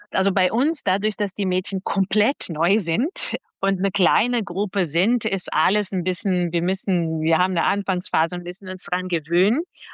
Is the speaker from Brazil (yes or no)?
yes; Brazil; also born or lived in Berlin; now in Nuremberg, Germany; Also ich habe immer in Kinderchöre gesungen, aber in Brasilien war es damals